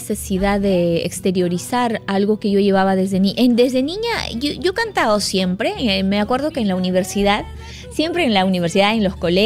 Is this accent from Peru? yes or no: yes; Santiago de Paucaray, Ayacucho, Peru; Soy ayacuchana, de un pueblo muy pequeño, muy musical, de muchas fiestas.